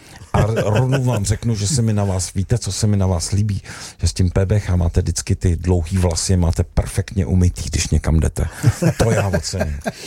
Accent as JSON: {"language": "Czech", "region": "Haná", "country": "Czechia", "said": "Já to jsem ještě nevěděl, že jsem Hanák."}